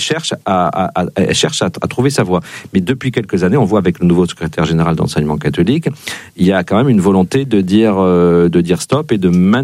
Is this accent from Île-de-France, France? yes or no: no; Nouvelle-Aquitaine, France; du côté de chez moi dans le Béarn